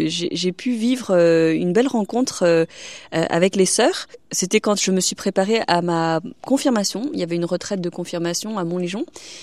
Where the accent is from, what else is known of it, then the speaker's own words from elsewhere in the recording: Paris, Île-de-France, France; Alors au début de mon enfance, à Paris, j'ai surtout participé à la vie paroissiale d'une paroisse chinoise dans le 3e.